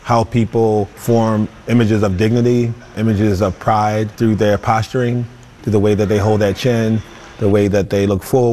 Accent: Baltimore, Maryland, United States; I'm from Baltimore, and I have a lot of great stories and memories of growing up in Baltimore.

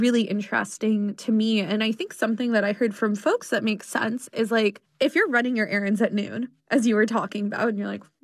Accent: New York, United States; fewer cars downtown as much, which as a New Yorker, great.

